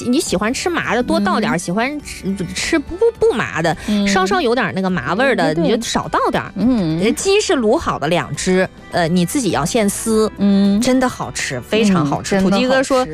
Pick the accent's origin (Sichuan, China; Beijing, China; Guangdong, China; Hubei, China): Guangdong, China; 咱就是老广们